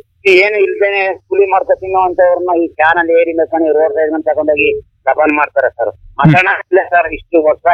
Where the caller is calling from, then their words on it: Mysore district, Karnataka, India; ನಮ್ಮ Mysuru district H D ಘಟ್ಟ ತಾಲೂಕು ಇರಳ್ಳಿ ಗ್ರಾಮ ಪಂಚಾಯತಿ ಅಂಕನಾಥ್ಪುರ ಆಡಿ ಸರ್, ಆದಿವಾಸಿ ಆಡಿ.